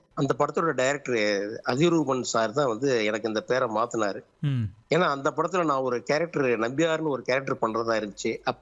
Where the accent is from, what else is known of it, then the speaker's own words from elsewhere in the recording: Chettikulam, Tamil Nadu, India; எங்க ஊர் வந்து செட்டிக்குளம் பேரு